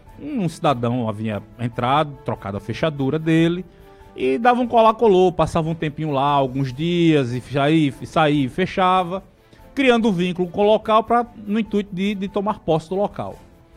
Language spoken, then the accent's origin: Portuguese; Santa Rita, Paraíba, Brazil; aqui em Santa Rita tinham aqui, na frente da Coronel Domiciano, que é uma das ruas onde eu fui criado.